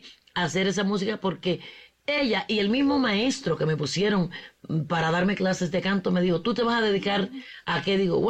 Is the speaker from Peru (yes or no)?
no; Havana, Cuba; born there; mi familia, todos mis padres y mi hermana mayor son de Pinar del Río. Pero ya de mí para abajo todos nacimos en La Habana.